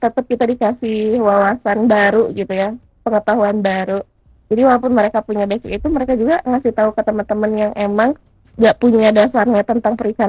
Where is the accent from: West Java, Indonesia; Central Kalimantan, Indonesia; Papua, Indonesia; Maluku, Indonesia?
West Java, Indonesia; Bandung; aku dari kota Bandung, Kak.